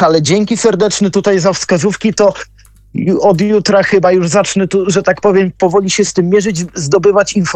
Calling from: Bydgoszcz, Kuyavian-Pomeranian Voivodeship, Poland; u mnie w Bydgoszczy

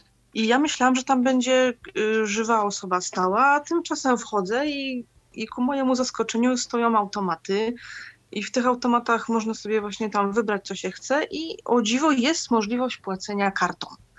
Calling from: Jaworzno, Silesian Voivodeship, Poland; Ja zauważyłam u siebie w Jaworznie

